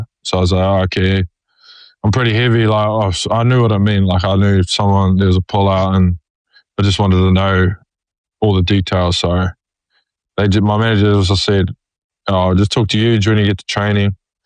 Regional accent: New Zealand; we're from New Zealand, so just used to going all over.

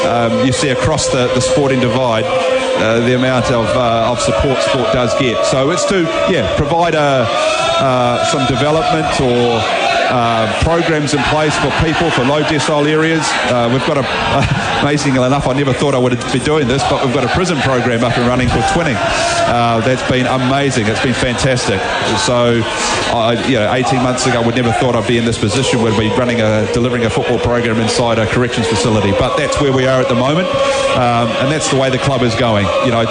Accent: New Zealand; So as a Kiwi playing football, trying to get my football overseas at Hull City or in Ireland or even in Australia, it was so nice to be able to live that dream at home.

